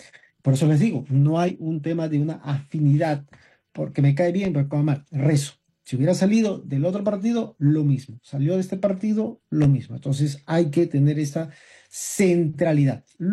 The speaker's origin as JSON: {"language": "Spanish", "country": "Peru", "said": "soy peruano, decimos, ¿no? Seámoslo siempre, ¿no? Decimos, vivo en el Perú. Me considero un peruano."}